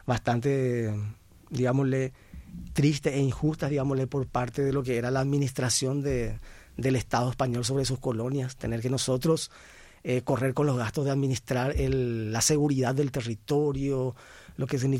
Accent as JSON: {"language": "Spanish", "country": "Paraguay", "said": "Uno como paraguayo, voy a usar un poco el guaraní ahí, ¿verdad?"}